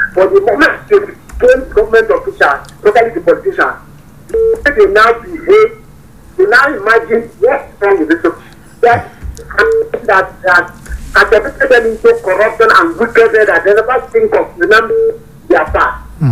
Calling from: Nigeria; I'm calling from Ampansu.

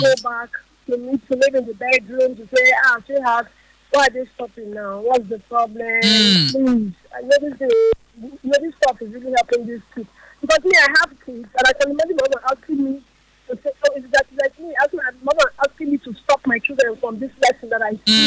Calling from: Port Harcourt, Rivers, Nigeria; I'm calling from Port Harcourt.

